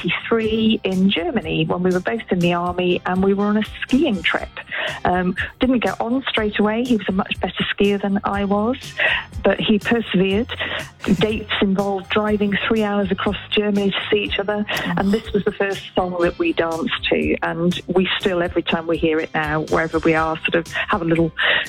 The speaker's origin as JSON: {"language": "English", "region": "Wales", "country": "United Kingdom", "moved": "yes", "said": "I'm Welsh, and before I joined the army, I lived in Mid Wales, and like every Welsh person, I think I can sing"}